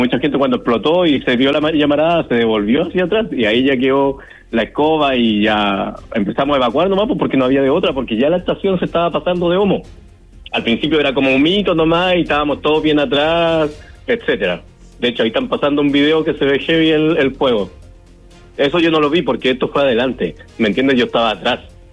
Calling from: Santiago, Santiago Metropolitan Region, Chile; yo estoy en mi casita, vivo muy cerca. O sea, de ir a Razabal no vivo tan cerca porque yo vivo en Bustamante

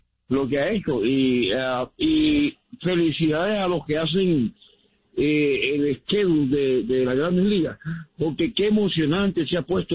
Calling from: Miami, Florida, United States; de Miami.

